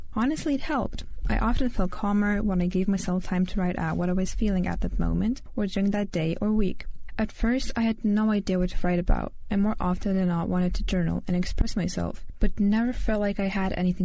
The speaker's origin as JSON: {"language": "English", "country": "Lithuania", "second_language": "English"}